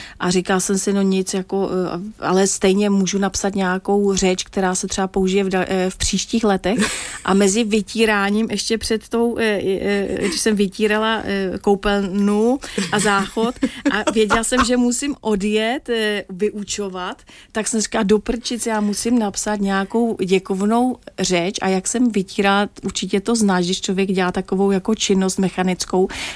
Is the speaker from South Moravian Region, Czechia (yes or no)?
no; Vendryně, Moravian-Silesian Region, Czechia; A protože já pocházím z Vendrině, ano, ty to víš, z Vendrině na Třinecku, na Slezsku, tedy velmi blízko k polským a slovenským hranicím